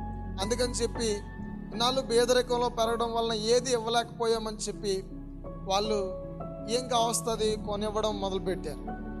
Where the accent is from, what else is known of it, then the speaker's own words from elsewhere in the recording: Bhogapuram, Andhra Pradesh, India; సౌర్విల్లో భోగాపురం మండలం, విజయనగరం జిల్లా మా సొంత గ్రామం. నేను అక్కడనే దేవుడి కృపచేత పరిచర్య చేస్తున్నాను.